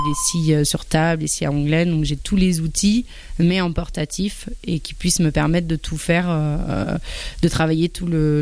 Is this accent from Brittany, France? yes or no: no; Angers, Pays de la Loire, France; born there; Je suis parti d'Angers, donc c'est là où est né le projet, c'est là où je suis né.